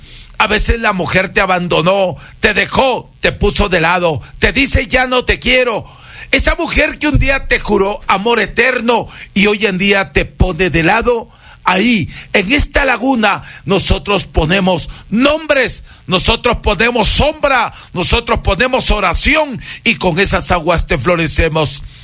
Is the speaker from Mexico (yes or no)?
no; northern Peru, Peru; now in Salcedo, Ecuador; Yo vengo del norte del Perú, tierra de grandes maestros que saben.